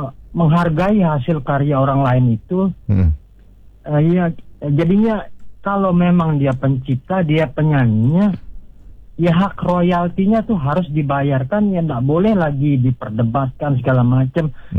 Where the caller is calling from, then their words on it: Mataram, West Nusa Tenggara, Indonesia; Ya, salam hormat saya dari … di Kota Mataram.